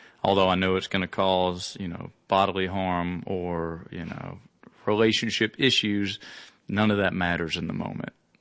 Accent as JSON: {"language": "English", "region": "Alabama", "country": "United States", "tie": "born there", "said": "I was born in Alabama, close to Cheehaw State Park, which is the same, you know, Blue Ridge Mountain system that runs across there."}